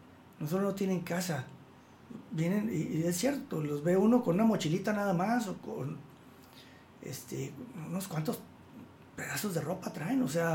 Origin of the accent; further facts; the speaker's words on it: Ciudad Juárez, Chihuahua, Mexico; also born or lived in El Paso, Texas; Me considero de aquí porque aquí crecí y aquí vivo. Entonces, aquí vivo, bueno, soy de Juárez. Aquí, o en El Paso vivo, soy paseño, ok. Pero porque aquí crecí. Fui migrante y sé lo que se siente siendo un niño de 8 años de edad.